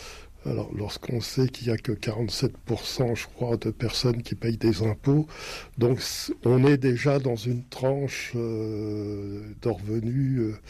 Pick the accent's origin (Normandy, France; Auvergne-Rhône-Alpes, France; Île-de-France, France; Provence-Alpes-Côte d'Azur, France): Île-de-France, France; Paris; Complètement, parce que, vous savez, je suis parisien d'origine, c'est facile de dire on peut se passer de voiture.